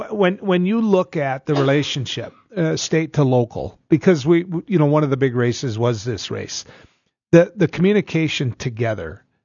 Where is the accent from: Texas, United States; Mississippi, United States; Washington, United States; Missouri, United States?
Texas, United States; I'm not going to vote because I'm from Texas.